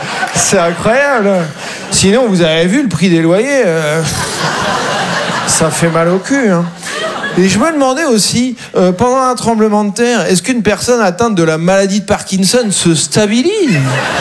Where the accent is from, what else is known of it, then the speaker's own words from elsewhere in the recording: Caen, Normandy, France; Et moi, je viens de Caen, en Normandie. Et souvent, on ne connaît pas à côté de chez soi.